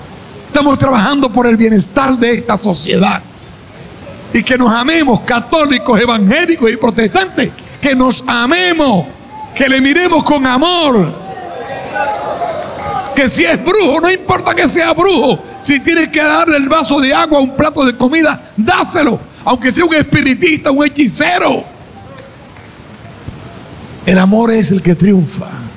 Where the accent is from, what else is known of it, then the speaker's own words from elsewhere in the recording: Peru; Si somos peruanos.